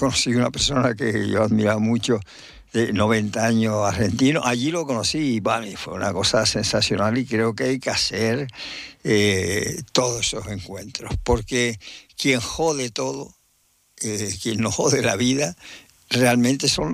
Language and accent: Spanish; Guatiza, Canary Islands, Spain; also born or lived in Tenerife; Yo soy de Guatiza, en Lanzarote. Ajá. Y no, bueno, con 3 años, pues mi madre y mi padre se vinieron a Tenerife y demás, pero yo iba, pues, todas las vacaciones que tenía para allá